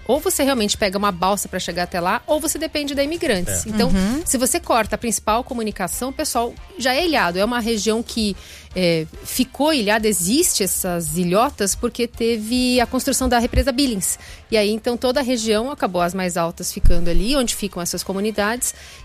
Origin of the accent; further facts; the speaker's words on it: São Bernardo do Campo, São Paulo, Brazil; born there; Nasci em São Bernardo.